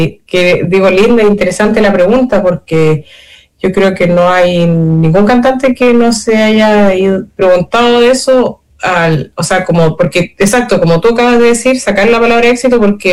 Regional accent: Chile; obviamente como chilena me encantaría cantar en Chile, aquí en Santiago

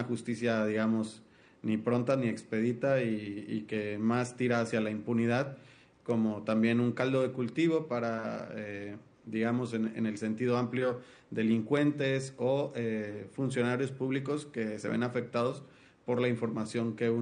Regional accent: Veracruz, Mexico; En el caso de Veracruz, de donde yo soy

